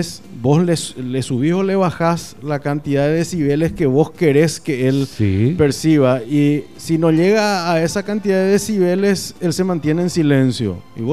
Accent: San Pedro, Paraguay; Nosotros somos de San Pedro, somos norteños, segundo departamento.

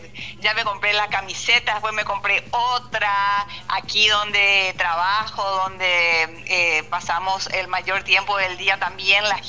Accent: Paraguay; Me encantaría como paraguaya

